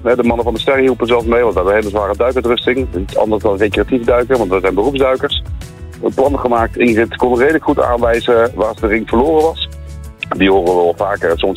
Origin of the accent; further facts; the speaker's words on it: Netherlands; Als Nederlanders zijn daarin wat nuchterder.